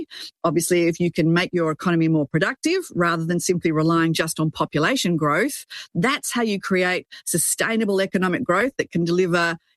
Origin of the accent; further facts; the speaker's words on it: Melbourne, Victoria, Australia; my hometown of Melbourne